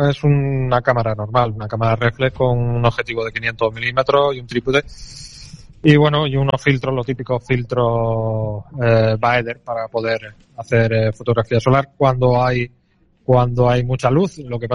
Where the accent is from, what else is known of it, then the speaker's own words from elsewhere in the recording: Jaén, Andalusia, Spain; now in Tarragona, Spain; yo que aunque yo sea viva en Tarragona, yo soy de Jaén